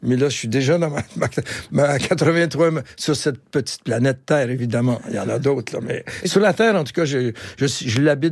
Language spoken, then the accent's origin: French; Quebec, Canada; accent: joual; Mais c'est ce qu'il disait pour le joual, garder mon accent.